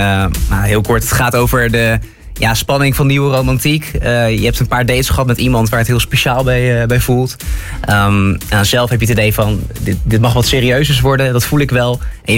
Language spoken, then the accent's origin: Dutch; Zoetermeer, South Holland, Netherlands; We komen oorspronkelijk uit Zoetermeer, dus echt in die omstreken.